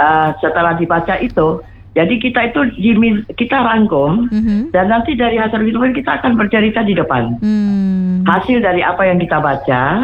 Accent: Kupang, East Nusa Tenggara, Indonesia; barangkali sedikit berbagi pengalaman pada masa kecil di Kupang, Nusa Tenggara Timur.

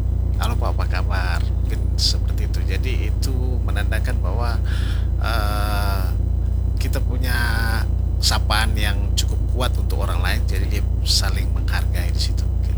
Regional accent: Manado, North Sulawesi, Indonesia; Sejak dini kita dari Manado sana memang sudah diajarkan seperti itu. Jadi siapapun dia, bukan cuma ya, kita orang Manado, tapi dari suku lain juga

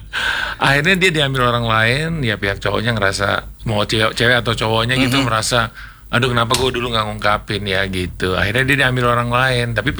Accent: Tanjung Pandan, Bangka Belitung Islands, Indonesia; born there; Iya, lahirnya di Tanjung Pandan, kembali ke Bandung gitu.

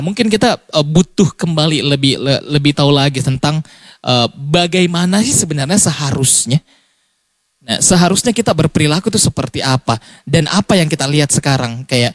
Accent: South Sulawesi, Indonesia; karakter kita sebagai warga Sulawesi Selatan yang memang lahir dan besar di Sulawesi Selatan.

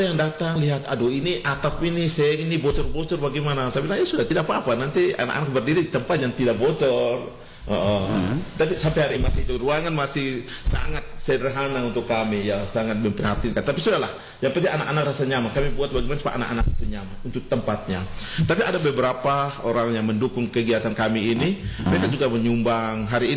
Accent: Wamena, Highland Papua, Indonesia; kami budaya kami orang Wamena

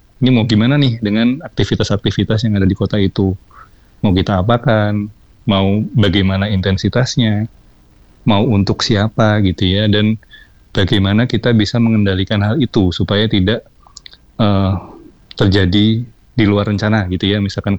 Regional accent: Semarang, Central Java, Indonesia; seperti saya besar di Semarang gitu ya

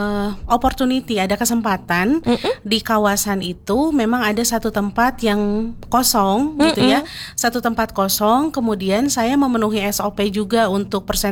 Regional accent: Garut, West Java, Indonesia; now in Bandung, Indonesia; Berhubung saya berasal dari Garut yang Sunda banget.

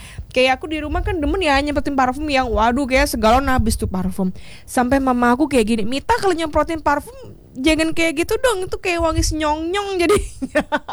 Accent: Bali, Indonesia; Kalau kita orang Bali

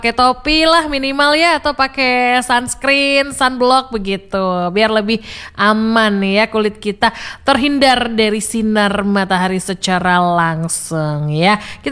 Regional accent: Batam, Riau Islands, Indonesia; kita ya warga Batam

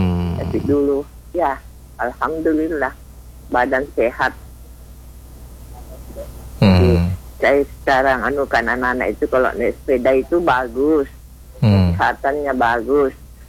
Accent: Parepare, South Sulawesi, Indonesia; born there; Saya dulu waktu SMP itu saya tinggal di daerah Labukan itu, sekolahnya di sana di daerah Sumpang Minangai dekat kompleks Brimob

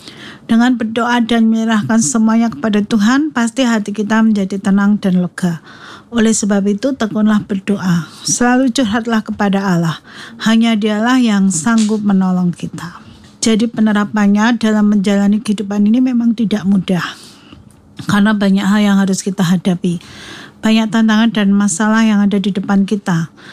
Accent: Indonesia

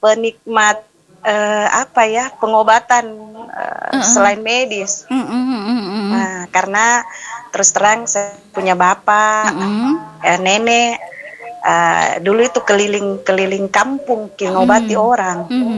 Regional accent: Makassar, South Sulawesi, Indonesia; kita orang Makassar bilang

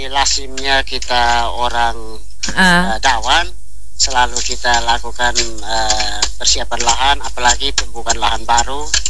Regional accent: East Nusa Tenggara, Indonesia; kita sebagai orang Timor

